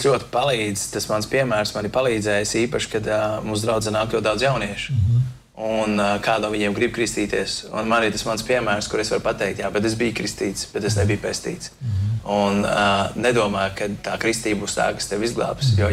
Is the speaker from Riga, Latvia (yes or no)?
no; Liepāja, Kurzeme, Latvia; mēs no Liepājas